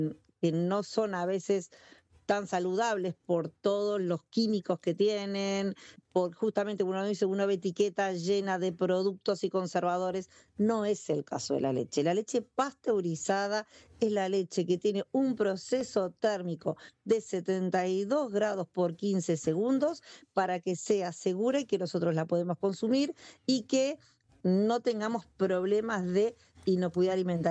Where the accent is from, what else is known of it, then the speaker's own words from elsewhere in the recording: Uruguay; En mi país, en Uruguay